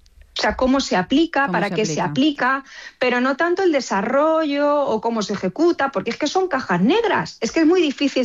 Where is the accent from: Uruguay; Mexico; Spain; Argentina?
Spain; Villarrobledo, Castilla-La Mancha; now in Chinchilla de Montearagón, Spain; yo soy de Villarrobledo. Ahora vivo en Chinchilla de Montaragón, pero soy de Villarrobledo.